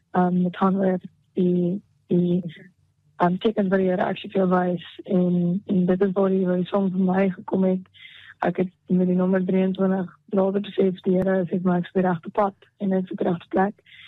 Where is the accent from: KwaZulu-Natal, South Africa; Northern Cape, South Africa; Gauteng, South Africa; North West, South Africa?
Gauteng, South Africa; Pretoria; moved away as an adult; now in Cape Town, South Africa; So ja, ek is groot geword in Pretoria, ek is een Pretoria dame. En onlangs Kaap toe getrek, maar ja, my roots is in Pretoria.